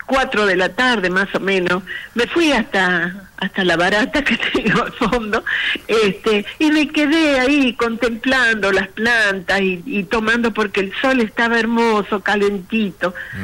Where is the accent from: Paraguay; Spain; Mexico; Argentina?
Argentina; somos argentinos todos los días.